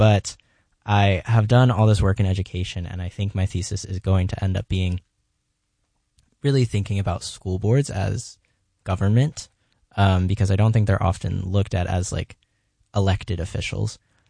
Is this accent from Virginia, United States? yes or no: no; Delaware, United States; moved away; I come from Delaware, where the majority of people that move into Delaware are coming for the Air Force.